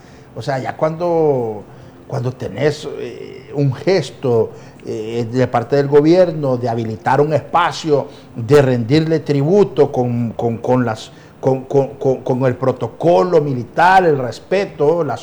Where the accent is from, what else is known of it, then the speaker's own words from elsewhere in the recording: Honduras; Ve cómo somos los hondureños